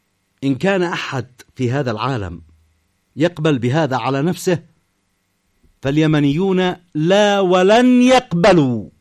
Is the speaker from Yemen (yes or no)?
yes; Yemen; على بلادنا اليمن